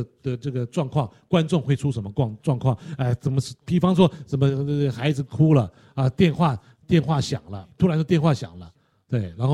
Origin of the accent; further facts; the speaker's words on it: Taiwan; 不需要挂什么样的一个标签，不用，我们就是台湾人，我们台湾说的相声，我们就有台湾特色的台湾的相声，